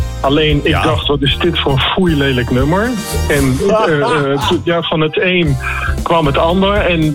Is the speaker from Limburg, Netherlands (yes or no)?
no; Nijmegen, Gelderland, Netherlands; ik kom uit Nijmegen, daar ben je ook een beetje met slagers, Duitse slagers opgegroeid.